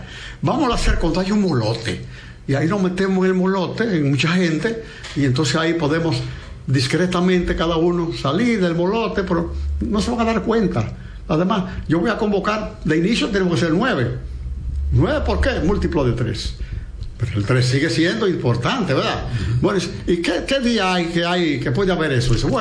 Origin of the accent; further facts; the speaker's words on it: Dominican Republic; Sánchez era moreno, como muchos dominicanos, sí. Tenemos esa peculiaridad.